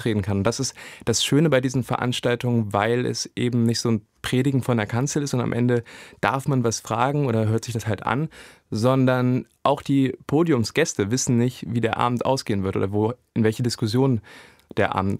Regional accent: Saxony-Anhalt, Germany; Ich meine, ich komme aus Sachsen-Anhalt

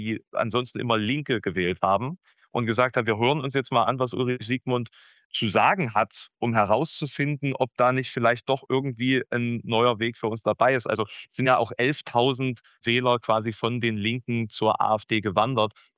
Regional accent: Halle, Saxony-Anhalt, Germany; born there; Da frage ich mich als Hallenser natürlich

